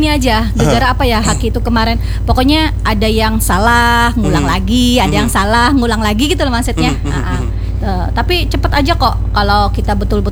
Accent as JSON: {"language": "Indonesian", "country": "Indonesia", "said": "Bukan marga. Kan saya asli Indonesia"}